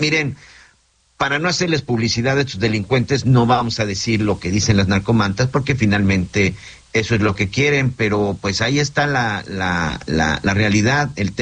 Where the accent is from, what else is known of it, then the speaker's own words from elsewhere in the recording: Mexico City, Mexico; de la Ciudad de México.